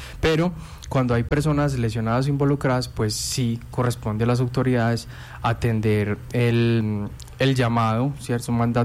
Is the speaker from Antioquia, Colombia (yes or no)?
yes; Guarne, Antioquia, Colombia; los que somos de Guarne